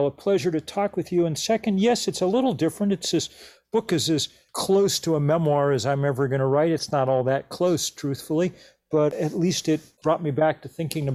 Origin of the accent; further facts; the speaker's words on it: Lexington, Massachusetts, United States; born there; I'd moved to the suburbs as a boy with my family. And the one I moved to, Lexington, Massachusetts, was as middle American as you could get